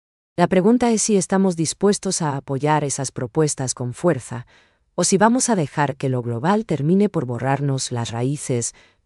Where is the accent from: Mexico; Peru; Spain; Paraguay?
Paraguay; cada tradición que nos une como paraguayos